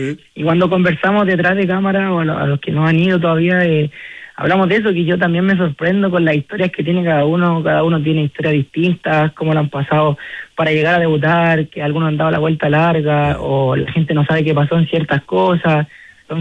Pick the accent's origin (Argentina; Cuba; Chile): Chile; Vamos, lo único que somos de Chile